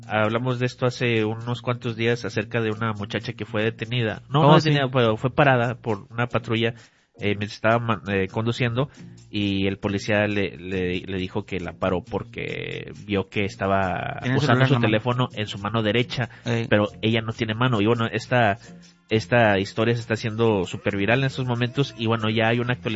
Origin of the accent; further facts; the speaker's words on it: Mexico; Somos puros mexicanos, carnal.